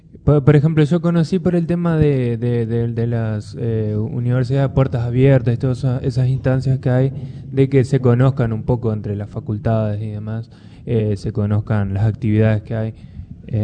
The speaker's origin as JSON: {"language": "Spanish", "region": "Salto", "country": "Uruguay", "tie": "born or raised there", "moved": "as an adult", "said": "yo mismo soy de Salto en realidad, y estudié en Salto y bueno, me formé todo allá y ahora estoy viviendo acá"}